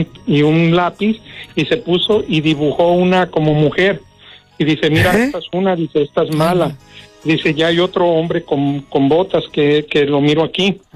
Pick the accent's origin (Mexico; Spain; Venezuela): Mexico; now in Gurnee, United States; cuando nosotros llegamos de México para acá, para Estados Unidos, llegamos a un lugar que se llama Gurnee, Illinois.